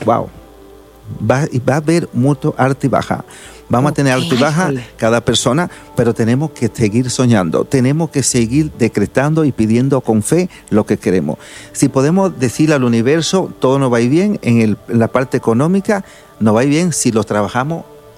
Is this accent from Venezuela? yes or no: no; Dominican Republic; Yo soy 5 generaciones de vidente en la República Dominicana y sigo el legado de mis abuelos.